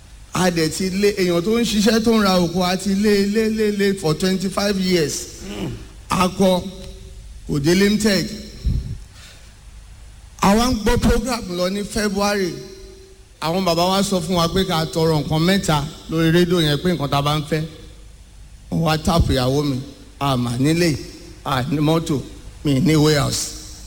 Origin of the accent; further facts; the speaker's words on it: Owo, Ondo, Nigeria; Èmi ọmọ Ondo State ní ìlú Ọ̀wọ̀ òun ni mo ti wá.